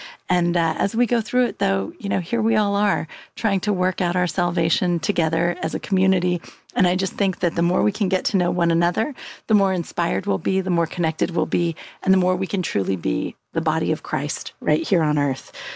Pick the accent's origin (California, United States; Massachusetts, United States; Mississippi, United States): California, United States; Middletown; I grew up near Middletown in Valley, California.